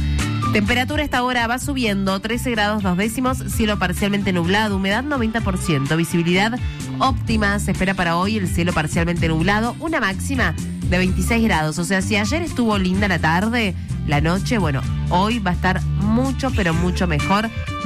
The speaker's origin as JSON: {"language": "Spanish", "country": "Argentina"}